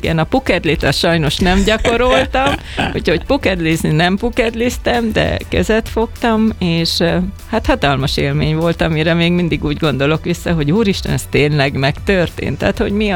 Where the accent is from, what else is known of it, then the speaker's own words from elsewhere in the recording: Hungary; megmutattam velük, hogy magyar vagyok